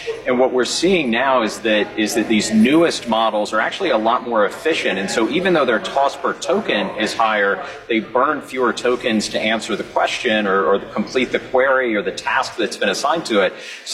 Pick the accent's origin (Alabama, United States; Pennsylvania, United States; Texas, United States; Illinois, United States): Alabama, United States; my home state of Alabama.